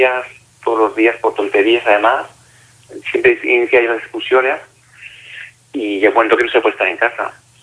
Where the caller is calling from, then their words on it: Barcelona, Catalonia, Spain; soy de Barcelona